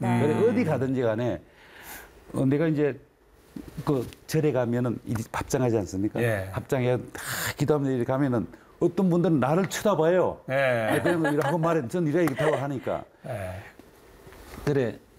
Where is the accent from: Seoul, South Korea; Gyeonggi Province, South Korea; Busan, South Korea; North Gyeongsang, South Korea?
North Gyeongsang, South Korea; Sangju; 제가 그 고향이 상주인데요. 예. … 그래서 처음에 서울에서 고등학교를 졸업하고